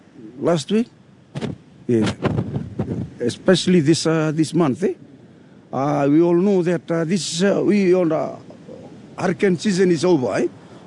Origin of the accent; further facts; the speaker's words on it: Batukarasa, Fiji; I'm from Batukarasa, originally from this village, Batukarasa.